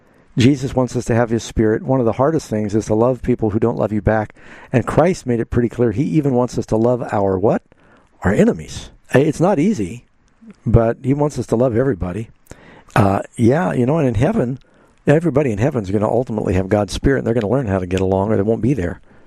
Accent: United States; now you're asking me as an American

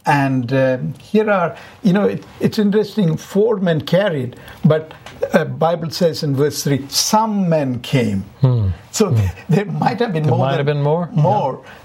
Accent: India; While growing up in India, after every prayer, we repeated the first three verses of Psalm 103.

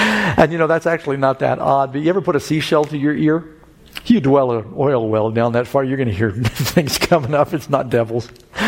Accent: New York City, New York, United States; When I grew up in New York City, we'd walk out of our apartment. We had an incinerator.

